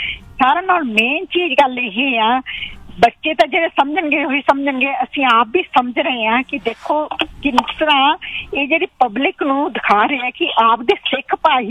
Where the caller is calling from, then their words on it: Canada; ਮੈਂ ਕੈਨੇਡਾ ਤੋਂ ਬੋਲ ਰਹੀ ਹਾਂ।